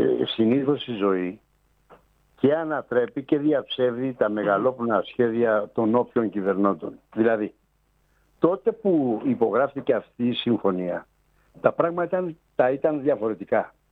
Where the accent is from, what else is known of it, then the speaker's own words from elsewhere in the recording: Samos, North Aegean, Greece; εδώ στη Σάμο